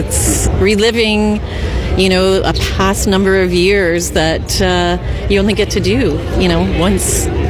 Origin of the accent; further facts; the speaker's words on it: Napanee, Ontario, Canada; I'm from Napanee.